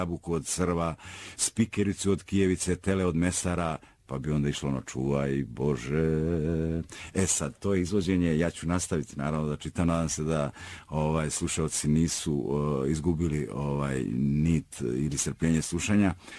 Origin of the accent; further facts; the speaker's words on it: Sanski Most, Federation of Bosnia and Herzegovina, Bosnia & Herzegovina; rekao hvala ti, ali ja sam iz Sanskog mosta.